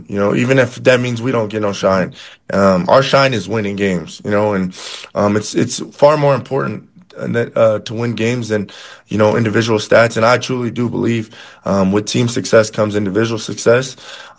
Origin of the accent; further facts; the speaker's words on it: California, United States; I grew up in California, so I was just having a house out there with my family that I can come to.